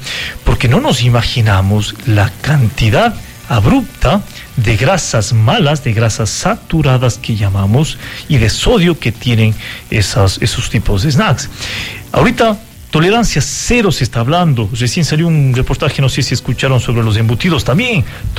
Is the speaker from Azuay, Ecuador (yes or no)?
yes; Cuenca, Azuay, Ecuador; Como buen cuencano que somos, ecuatorianos.